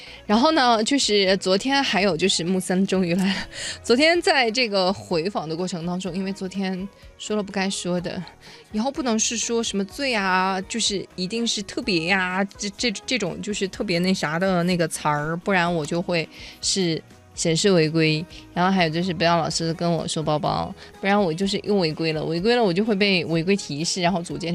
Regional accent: Yunnan, China; 因为原来就是咱们云南的方言就是昆明话对哪勒不分。我觉得不是昆明话对哪勒不分啊，我觉得好像不是我们呗，就是我觉得哪勒我们是分的呀，我们就是前后鼻音不分啊。

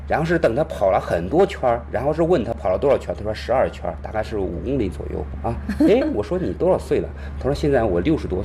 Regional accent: northern China, China; 我们是北方人，吃馒头啊

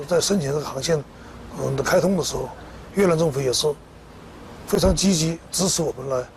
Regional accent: Pingxiang, Guangxi, China; 我小时候是在萍乡长大，在萍乡那种待过，就在友谊关那个地方，在这待过很长段时间。

